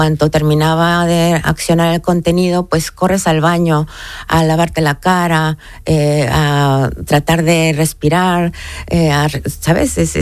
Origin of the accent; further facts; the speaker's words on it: Mexico; en mi caso yo soy mexicana, ¿no? Y uno como mexicano piensa que ya está curado de espantos.